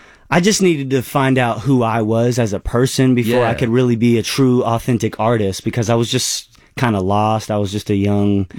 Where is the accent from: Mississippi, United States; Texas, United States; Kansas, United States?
Texas, United States; Fort Worth; And growing up in Texas, in Fort Worth, the Stockyards were my stomping grounds.